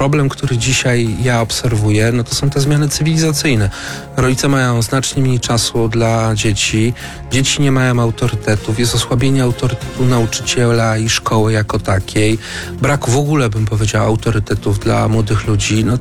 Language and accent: Polish; Kutno, Łódź Voivodeship, Poland; Ja jestem politykiem z Kutna, środek Polski.